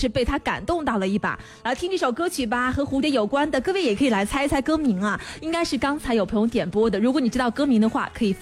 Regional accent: Linfen, Shanxi, China; 我们大临汾是山西临汾

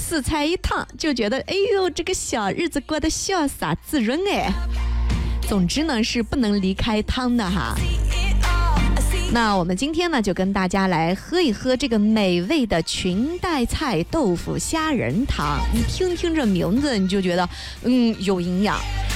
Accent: China; 我们中国人

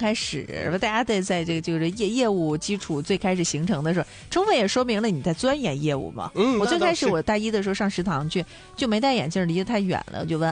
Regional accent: Dalian, Liaoning, China; born there; 我们一直叫那个肠叫馅儿豆嘛，大连都叫馅儿豆、我从小都叫馅儿豆。

